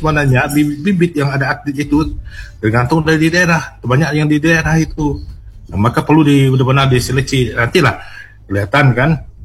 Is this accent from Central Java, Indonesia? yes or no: no; Sanggau, West Kalimantan, Indonesia; bela Sanggau karena saya orang Sanggau.